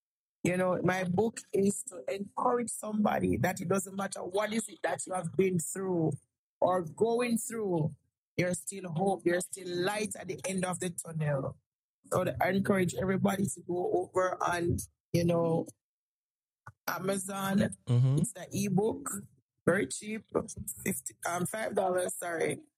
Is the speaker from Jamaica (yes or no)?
yes; Jamaica; moved away as an adult; now in Arizona, United States; I'm from Jamaica, but I am living now in Arizona.